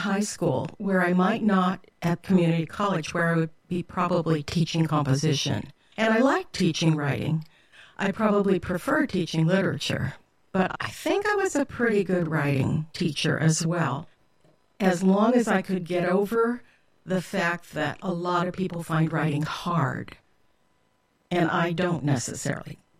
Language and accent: English; San Diego, California, United States; also born or lived in Midwest; And so I feel that I grew up in San Diego, even though I'm Midwestern born. I'm a Midwesterner. And I went to school in San Diego from second grade on.